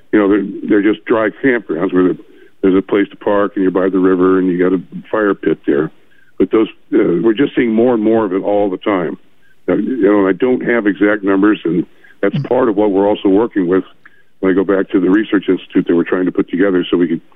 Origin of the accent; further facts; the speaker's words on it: Port Orford, Oregon, United States; born or raised there; now in Powers, United States